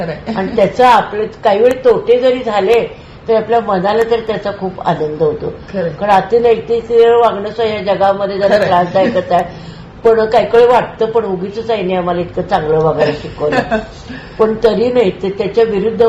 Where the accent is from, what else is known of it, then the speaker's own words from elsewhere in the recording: Rukdi, Maharashtra, India; रुकडी कोल्हापूरचं ते माझं मूळ गाव, आणि तिथं रुकडीला पण आमच्या दारामध्ये स्वामी समर्थाने दिलेल्या पादुकांचं दत्त मंदिर आहे.